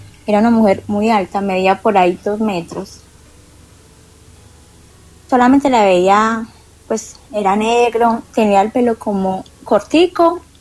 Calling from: Medellín, Antioquia, Colombia; Desde Medellín.

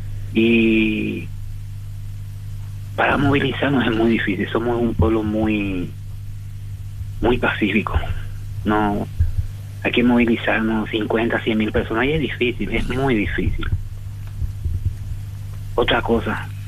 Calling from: Areguá, Central, Paraguay; yo soy de Areguala

